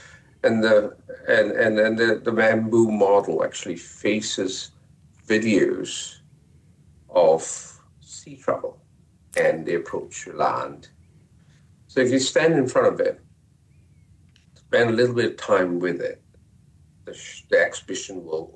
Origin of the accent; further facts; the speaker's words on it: Malaysia; I was born in Malaysia, so this exhibition is very Malaysian.